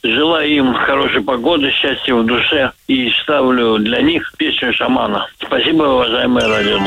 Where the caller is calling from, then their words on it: Moscow Oblast, Russia; Я звоню из Подмосковья.